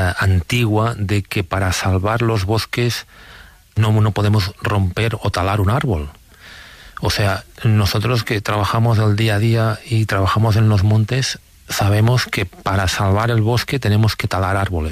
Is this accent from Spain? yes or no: yes; Sant Sadurní d'Anoia, Catalonia, Spain; Yo, por ejemplo, en mi pueblo, es un pueblo que está rodeado de viñedos, San Sadurní d'Anoia